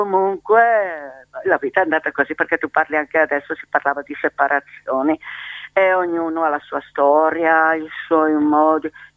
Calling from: Lombardy, Italy; sono nati qua a San Polo, ero qua con mamma e papà

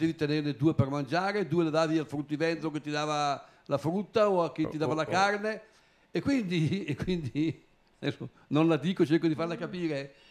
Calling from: Manerba del Garda, Lombardy, Italy; io, che sono lì a Manerba

